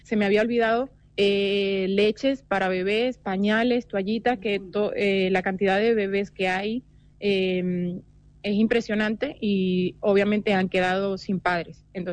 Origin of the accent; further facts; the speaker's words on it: Caracas, Capital District, Venezuela; now in Tacuarembó, Uruguay; yo soy de Caracas, donde hubo grandes daños.